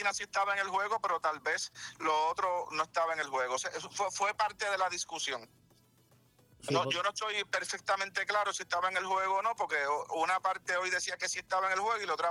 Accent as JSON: {"language": "Spanish", "country": "Puerto Rico", "said": "todos somos puertorriqueños, creamos en una cosa o en otra, somos puertorriqueños y todos los que queremos lo mejor para Puerto Rico."}